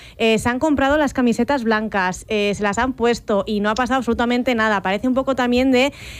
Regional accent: Basque Country, Spain; yo pues soy del País Vasco

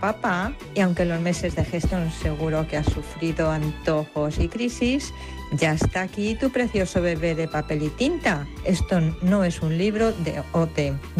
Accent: Madrid, Community of Madrid, Spain

